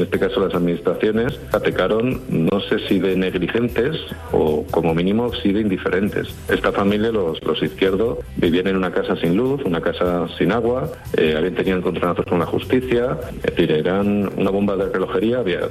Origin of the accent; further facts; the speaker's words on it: Extremadura, Spain; Soy extremeño, como tía, de la Sierra de Gata